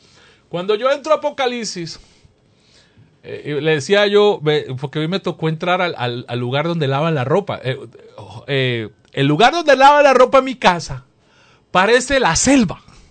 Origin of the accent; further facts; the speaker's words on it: Colombia; yo me tomo un sorbito de un café colombiano que traje. En mi país decimos que sin café no hay paraíso.